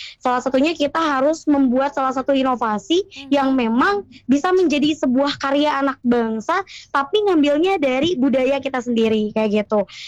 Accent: Bandung, West Java, Indonesia; born there; Kalau lahir sih Bandung ya Kak Gina, okay. Tapi kalau keluarga asli Jawa Tengah nih.

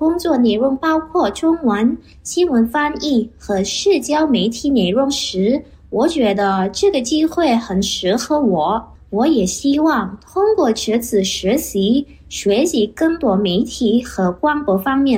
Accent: Indonesia; Chinese is a second language; 我来自印度尼西亚的五七二四，刚从印尼大学中文系毕业了。

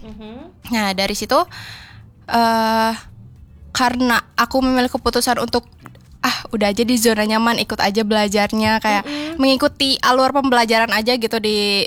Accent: Batujajar, West Java, Indonesia; Iya, aku kebetulan dari KBB.

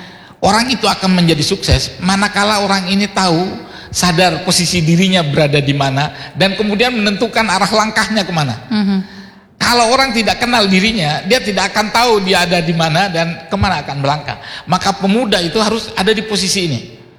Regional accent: Sumenep, East Java, Indonesia; born there; now in Surabaya, Indonesia; Karena saya terlahir di Sumenep di keluarga yang Islam.

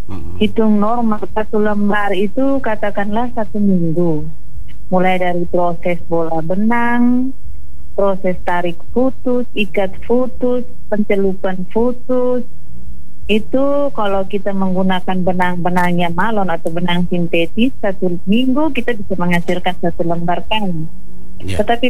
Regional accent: Belu, East Nusa Tenggara, Indonesia; Kalau kami orang Belu, khususnya orang Kemak itu bilang ties.

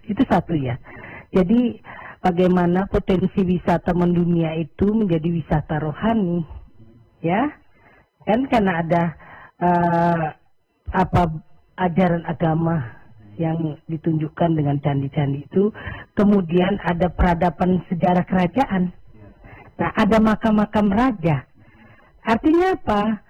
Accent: North Sumatra, Indonesia; Untuk menunjukkan bahwa kami adalah orang Angkola.

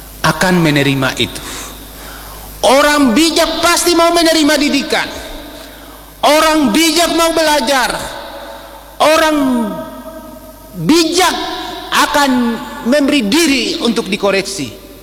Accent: Biak, Papua, Indonesia; kita orang Biak

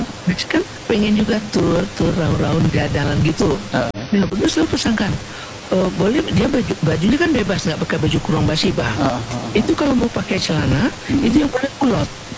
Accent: West Sumatra, Indonesia; Kalau kita Minang nggak pakai batik di bawah, pakai kain gitu dia.

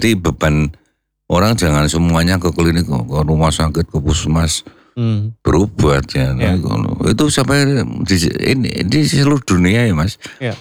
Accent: Java, Indonesia; saya juga Wong Jawa

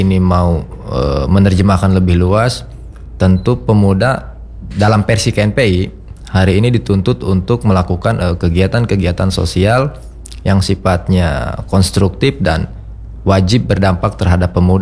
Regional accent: Banten, Indonesia; saya asli orang Kabupaten Lebak

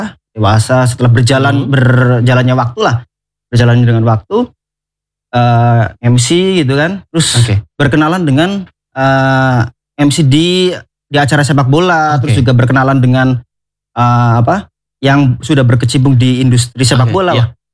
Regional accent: Kebumen, Central Java, Indonesia; dari zaman kecil kan, saya kecilnya tuh di Kebumen

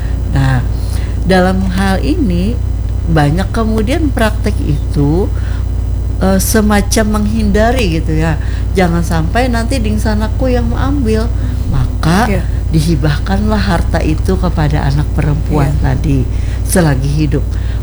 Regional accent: Banjar, South Kalimantan, Indonesia; orang kita Banjar

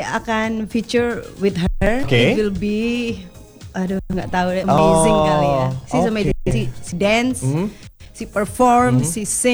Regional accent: Batu, East Java, Indonesia; Dan tentunya keluarga aku juga semuanya di kampung halaman aku di Batu.

